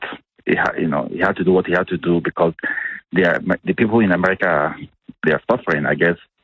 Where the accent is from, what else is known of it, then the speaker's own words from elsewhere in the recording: Nigeria; now in Calgary, Canada; I am originally from Nigeria, I now live in Calgary, Alberta.